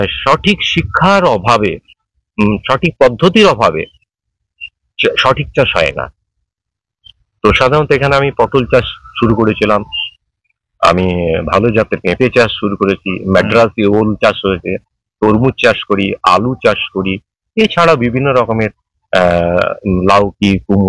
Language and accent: Bangla; West Bengal, India; moved away as an adult; now in Jharkhand, India; আমি পশ্চিমবঙ্গের ছেলে